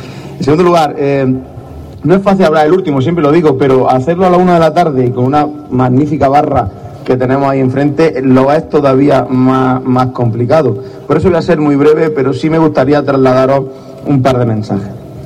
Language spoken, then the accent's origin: Spanish; María, Andalusia, Spain; yo no soy de Belerrubio, yo soy de María, de un pueblo vecino y hermano